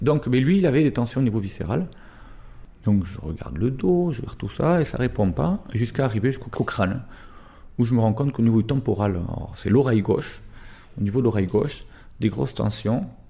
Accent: Bayonne, Nouvelle-Aquitaine, France; moved away as an adult; now in Bilbao, Spain; je suis de Bayonne, et je vis à Bilbao depuis 10 ans.

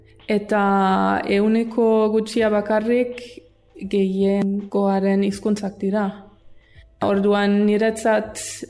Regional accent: Germany; Basque is a second language; moved away as an adult; now in Tromsø, Norway; Alemaniakoa naiz, eta Tromsø izeneko irian, Ipar Norvegian, doktoratzea egiten ari naiz

